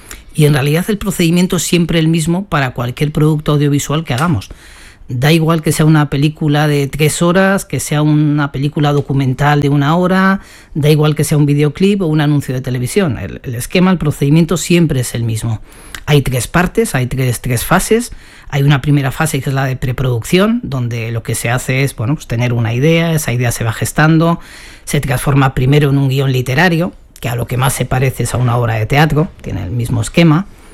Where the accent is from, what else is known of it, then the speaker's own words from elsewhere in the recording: Alsasua, Navarre, Spain; un pueblecito donde yo vivía, de pequeño, en Alsasua